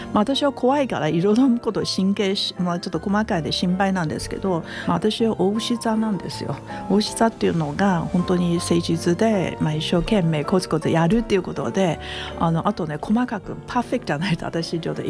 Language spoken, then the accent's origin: Japanese; Taiwan; Japanese is a second language; moved away as an adult; now in Japan; 台湾の出身なんですけど、大学卒業したら日本に参りました。もう早いんですね、47年も日本にいました。